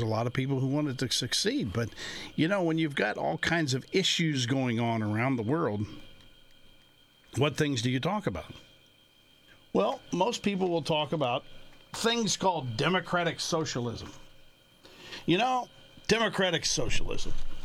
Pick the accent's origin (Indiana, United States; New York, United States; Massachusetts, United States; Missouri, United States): Indiana, United States; New Harmony; I am from New Harmony, Indiana.